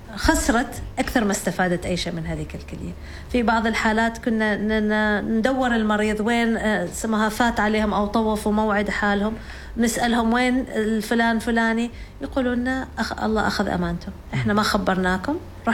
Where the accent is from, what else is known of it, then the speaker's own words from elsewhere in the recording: Oman; هنبدأ نعرف وراثتنا إحنا كعمانيين كيف، الوراثة العربية والوراثة العمانية بالذات، لأن إحنا عندنا تزاوج كبير من الأهل،